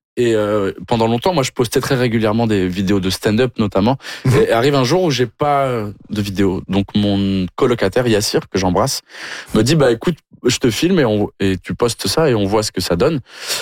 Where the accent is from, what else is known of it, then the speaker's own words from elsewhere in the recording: South-West France, France; Moi, je viens du sud-ouest de la France et je faisais beaucoup de rugby.